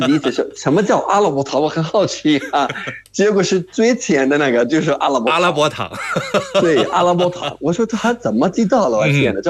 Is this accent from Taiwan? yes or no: no; Jordan; Chinese is a second language; 大家好，